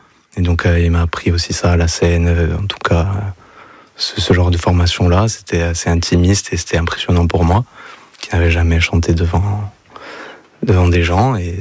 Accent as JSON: {"language": "French", "town": "Bastia", "region": "Corsica", "country": "France", "said": "De Bastia, moi, du coup."}